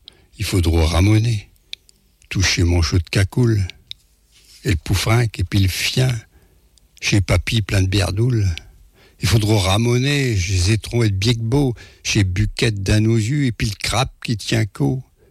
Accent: Paris, Île-de-France, France; je ne viens pas des Amériques, je viens plutôt de Paris

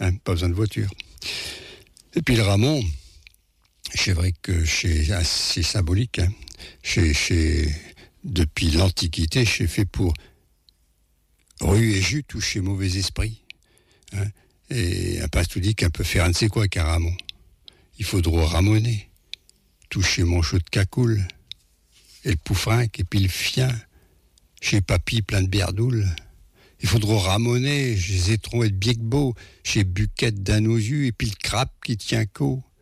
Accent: Paris, Île-de-France, France; je ne viens pas des Amériques, je viens plutôt de Paris

